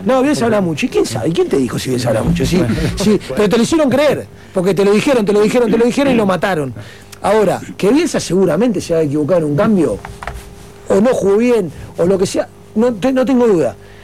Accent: Argentina; now in Uruguay; a mí me decían, no, vos sos argentino

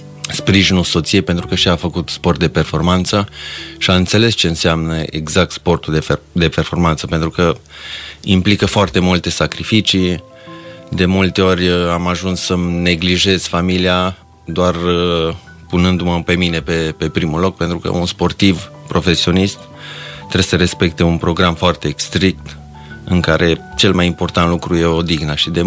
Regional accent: Dej, Cluj County, Romania; born there; Da, m-am născut la Dej.

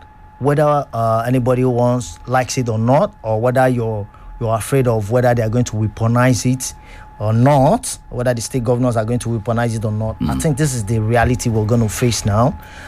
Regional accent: Kwara, Nigeria; I'm from Kwara State

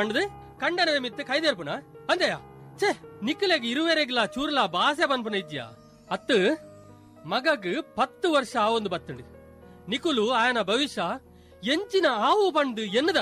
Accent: Karnataka, India; now in Mangalore, India; ನಮ್ಮದು ಕಲಂಬಾಡಿ ಅಂತ ಹೇಳಿದ್ರೆ ಇದು ಉಡುಪಿ ರೂಟ್, ಕಾರ್ಕಳದಿಂದ ಉಡುಪಿಗೆ ಹೋಗೋ ಅತ್ತೂರು ಬರುತ್ತಲ್ಲ ಅಲ್ಲಿ. ಎಂಟು ಕಿಲೋಮೀಟರ್ ಉಂಟು, ಕರೆಕ್ಟ್ ಕರೆಕ್ಟ್ ಕರೆಕ್ಟ್. ನಾವು ಹೈಸ್ಕೂಲ್ ಎಲ್ಲ ಅಲ್ಲೇ ಮಾಡಿದವರು ಹಾಗೆ.

